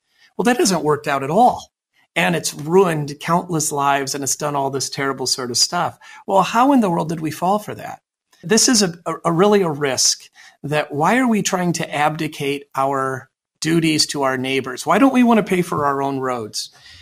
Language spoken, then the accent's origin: English; United States; as an American